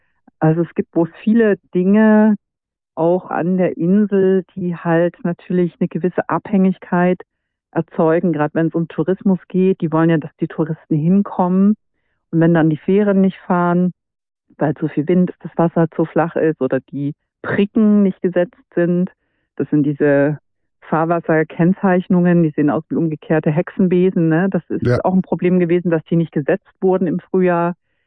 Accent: Saxony, Germany; born there; moved away as an adult; now in Northern Germany

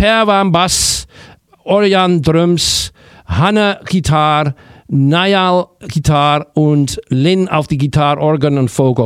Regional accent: Amsterdam, North Holland, Netherlands; German is a second language; moved away; Ich bin aus Amsterdam

